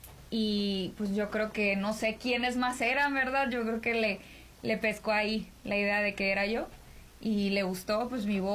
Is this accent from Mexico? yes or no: yes; Ciudad Obregón, Sonora, Mexico; born there; moved away as an adult; now in Mexico City, Mexico; Soy de Sonora, me encanta, pues, el rancho, me encanta el pueblo, me encanta la música regional, soy cantante